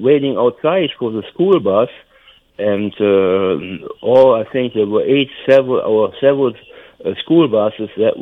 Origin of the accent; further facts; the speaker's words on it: North Rhine-Westphalia, Germany; I grew up in North Rhine-Westphalia.